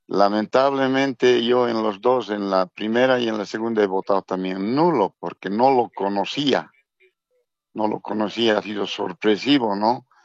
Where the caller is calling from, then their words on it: El Alto, La Paz, Bolivia; de aquí, del Alto de La Paz.